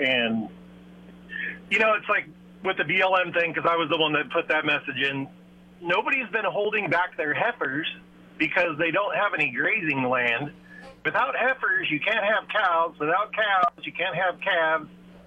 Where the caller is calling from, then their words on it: Templeton, California, United States; but I've lived here 50 years, and there used to be cows everywhere